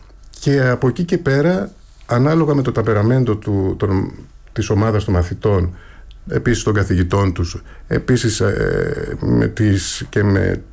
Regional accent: Athens, Attica, Greece; εγώ που μεγάλωσα στην Αθήνα, έχω καταγωγή από τα Χανιά αλλά μεγάλωσα στην Αθήνα

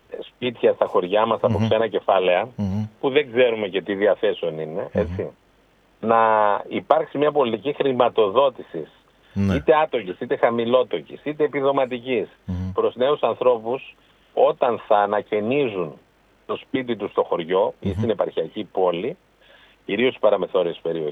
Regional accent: Xylagani, Eastern Macedonia and Thrace, Greece; παίρνω το χωριό μου τώρα την Ξυλαγανή

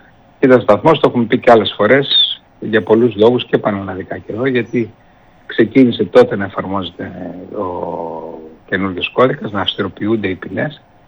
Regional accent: Keramoti, Greece; moved away as an adult; now in Heraklion, Greece; Και χρόνια πολλά στο χωριό μου, στην Κεραμωτή, που σήμερα είναι τα Αγιομήρωνα.

